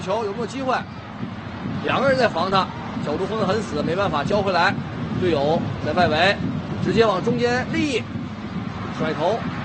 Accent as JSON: {"language": "Chinese", "region": "Northeast China", "country": "China"}